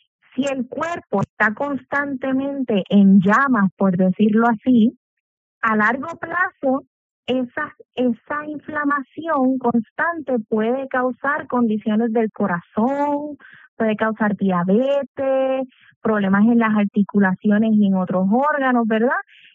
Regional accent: Puerto Rico; Somos una población puertorriqueña carnívora

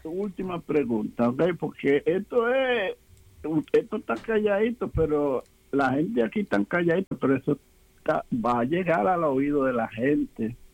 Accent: La Romana, Dominican Republic; born there; moved away; ese de la Romana, ese de mi pueblo

